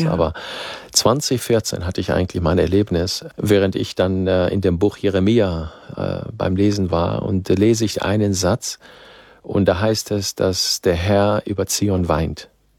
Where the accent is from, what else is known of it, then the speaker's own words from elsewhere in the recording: Syria; Dadurch, dass ich Arabisch kann, ich bin ja in Syrien geboren, aufgewachsen